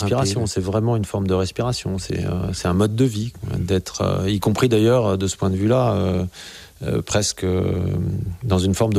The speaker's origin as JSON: {"language": "French", "town": "Grenoble", "region": "Auvergne-Rhône-Alpes", "country": "France", "tie": "born there", "said": "puisque je suis né à Grenoble, donc il y avait le Sapet, les plateaux autour de Grenoble"}